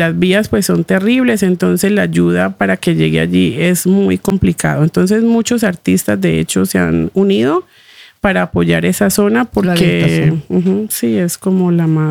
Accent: Palmira, Valle del Cauca, Colombia; Pues afortunadamente el susto, como decimos, porque pues yo soy de Palmira, cerca a Cali. Y pues no hubo ni de hecho daños materiales.

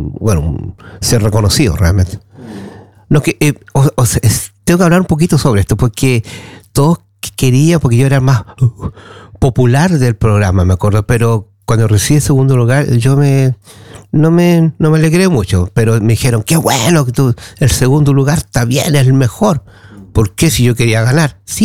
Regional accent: Chile; now in Västerås, Sweden; soy de Suecia, soy chileno, represento, vengo de Suecia, pero también de Chile

